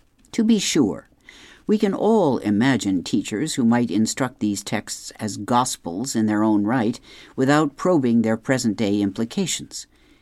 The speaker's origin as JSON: {"language": "English", "region": "Pennsylvania", "country": "United States", "tie": "born or raised there", "said": "In my home state of Pennsylvania, for example, school districts banned nearly 300 books between 2023 and 2025."}